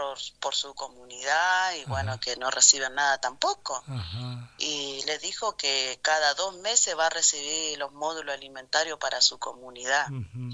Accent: Santa Fe, Argentina; somos santafesinos.

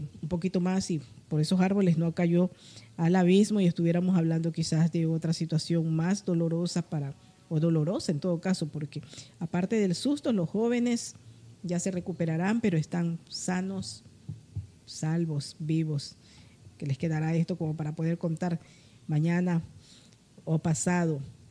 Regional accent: Guayaquil, Guayas, Ecuador; born there; now in Santa Elena, Ecuador; mi ciudad natal, mi querida

